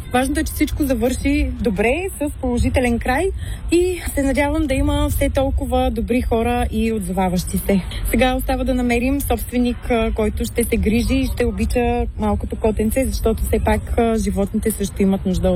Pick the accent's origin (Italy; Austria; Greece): Greece; От Гърция.